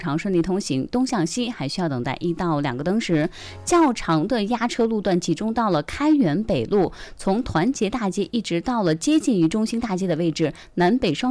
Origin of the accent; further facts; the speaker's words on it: China; 我们中国人的这种表达方式，相对来说比较含蓄